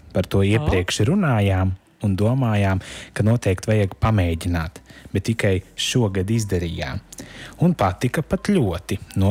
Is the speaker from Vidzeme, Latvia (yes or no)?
no; Aizpute, South Kurzeme Municipality, Latvia; also born or lived in Liepāja; now in Riga, Latvia; Jā, mana dzimtā pilsēta ir aizputs starp Liepāju un Kuldīgu, kā es saku, bet arī bija posms, kad dzīvoja Liepājā.